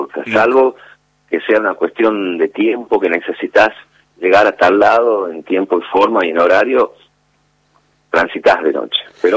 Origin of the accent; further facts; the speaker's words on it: Metán, Salta, Argentina; somos de Metán, no pagamos.